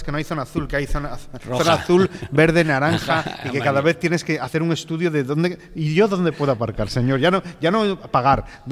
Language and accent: Spanish; Cantabria, Spain; moved away as an adult; now in Madrid, Spain; Porque entre que soy de Cantabria, pero llevo veintipico años fuera de Cantabria. Vine a vivir aquí, pero después me fui a Madrid y vivo entre Madrid